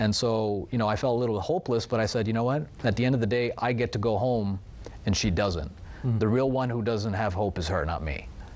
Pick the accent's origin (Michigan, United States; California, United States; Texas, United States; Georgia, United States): Georgia, United States; Atlanta; we met a guy, and I'm from Atlanta, he was from Atlanta, and we just connected